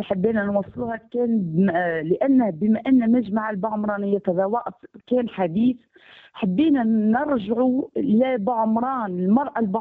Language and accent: Arabic; Tunisia; لانها الكل ضمن تونس، احنا الكل بنات تونس ونسعى الكل لرفع راي تونس